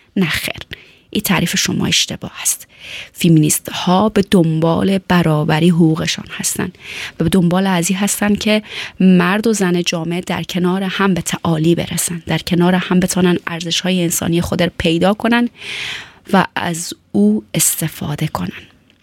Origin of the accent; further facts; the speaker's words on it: Afghanistan; ما و شما هم از افغانستان آمدیم، بهتره که آبروداری کنیم.